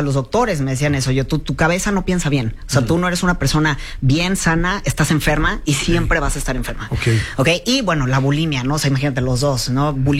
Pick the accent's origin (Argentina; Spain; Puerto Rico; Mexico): Mexico; born there; nací en México, por supuesto, y mi mamá, de pueblo, nunca aprendió a hablar inglés